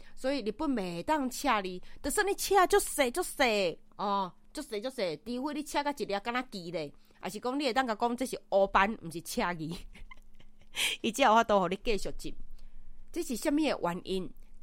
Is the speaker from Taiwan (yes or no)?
yes; Taiwan; 我们台湾人